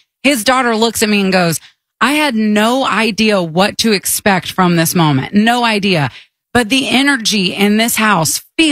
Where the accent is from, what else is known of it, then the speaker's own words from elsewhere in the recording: Augusta, Georgia, United States; So I was like, oh, I'm from Augusta.